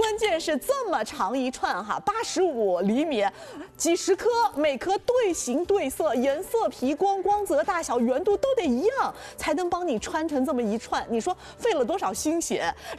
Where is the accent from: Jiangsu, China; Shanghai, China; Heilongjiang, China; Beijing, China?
Shanghai, China; 我们上海人特别喜欢看的新闻方